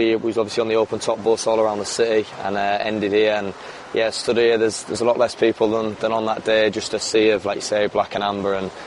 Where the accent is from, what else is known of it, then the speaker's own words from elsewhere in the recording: Hull, Yorkshire and the Humber, United Kingdom; All of my family are from Hull. I was brought up in Hull, and I'll never leave Hull as long as I play for Hull.